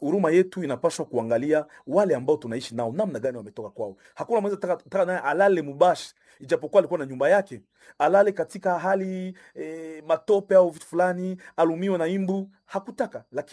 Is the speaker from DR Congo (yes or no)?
yes; DR Congo; kujua kama sisi ni wakongomani na tukajitia pamoja